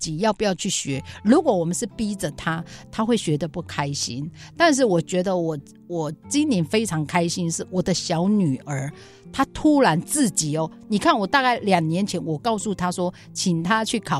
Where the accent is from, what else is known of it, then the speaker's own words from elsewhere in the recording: Taiwan; born there; moved away; 我小时候在国小请说国语的那个年代、 嗯、 我被同学检举讲山地话罚站一个小时